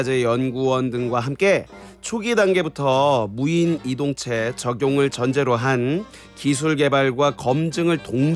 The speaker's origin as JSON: {"language": "Korean", "town": "Namwon", "region": "North Jeolla", "country": "South Korea", "tie": "born or raised there", "said": "내 고향 남원이 판소리며 춘향제로도 유명하지만 전통 오칠이 또 유명하거든."}